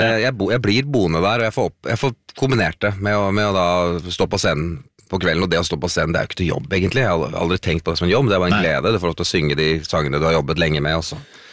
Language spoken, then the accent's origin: Norwegian; Oslo, Norway; jeg jo født og oppvokst I Oslo. Jeg en Ekeberg gutt.